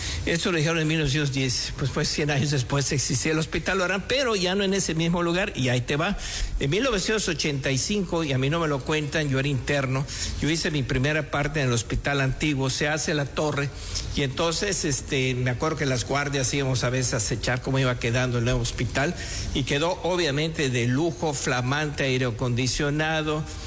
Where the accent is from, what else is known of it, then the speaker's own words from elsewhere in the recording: Mexico; así somos como mexicanos.